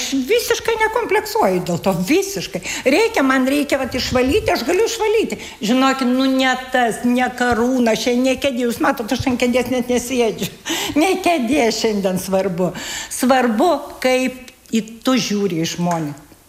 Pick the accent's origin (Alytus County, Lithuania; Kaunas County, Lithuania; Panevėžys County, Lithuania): Kaunas County, Lithuania; now in Ukmergė, Lithuania; Aš kaip sakau, aš esu meilės emigrantė. Meilės emigrantė, atvažiavau čia į Ukmergę ir Ukmergė man iš tikrųjų patiko.